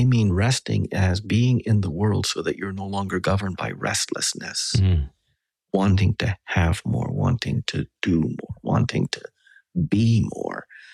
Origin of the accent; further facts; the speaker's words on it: Western Canada, Canada; because I grew up with him in Western Canada.